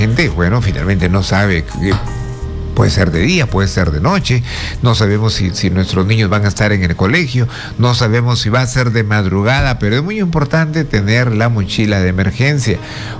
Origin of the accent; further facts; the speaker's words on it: Paita, Piura, Peru; saludos en Paita, mi tierra.